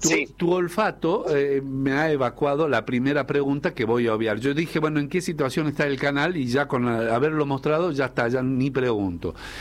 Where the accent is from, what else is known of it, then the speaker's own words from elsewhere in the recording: Argentina; Nosotros vivimos en un país como Argentina